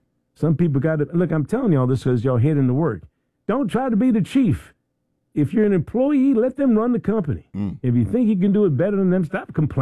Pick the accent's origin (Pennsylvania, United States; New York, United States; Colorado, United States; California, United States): Pennsylvania, United States; Philadelphia; And I'm from Philly.